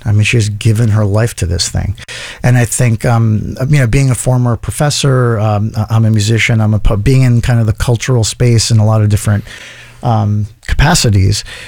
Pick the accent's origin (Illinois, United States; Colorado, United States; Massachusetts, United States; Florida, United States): Massachusetts, United States; Cambridge; born there; I was born in, I'm a first generation. I was born here in Cambridge. So yeah, my mom and dad met here in Southie.